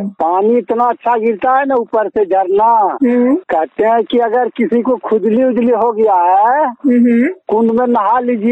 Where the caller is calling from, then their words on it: Munger district, Bihar, India; हम मुंगेर जिला से बोल रहे हैं।